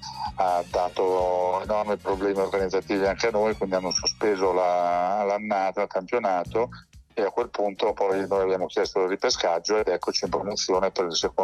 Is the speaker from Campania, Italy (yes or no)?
no; Novi Ligure, Piedmont, Italy; also born or lived in Turin; io ho sempre vissuto a Novi Ligure, sono nato a Torino ma praticamente non ci ho mai abitato, nemmeno proprio da infante